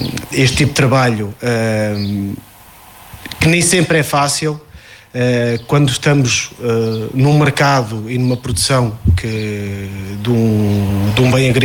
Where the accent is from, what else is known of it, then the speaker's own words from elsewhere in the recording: Proença Nova, Centro, Portugal; também sou de cá, embora trabalhe numa adega da região norte da Beira Interior, em Figueira de Castelo Rodrigo, mas eu sou daqui, sou de Proença Nova